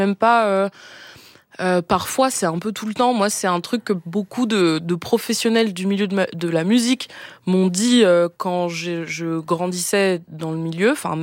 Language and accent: French; Switzerland; je parle très lentement, je suis suisse, donc ça vient de mes origines certainement